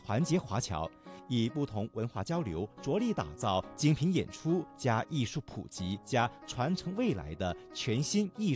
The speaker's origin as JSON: {"language": "Chinese", "area": "Chaoshan", "region": "Guangdong", "country": "China", "tie": "born there", "accent": "Teochew", "said": "用我们家乡话表演的潮剧"}